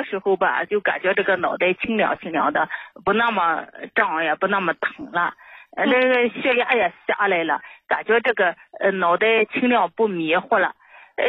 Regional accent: Zibo, Shandong, China; 我家是山东淄博的，张老师。

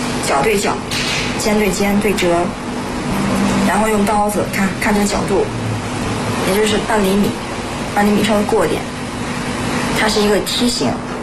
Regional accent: Yinchuan, Ningxia, China; 我们银川人常用于炒菜、炸制一些东西。

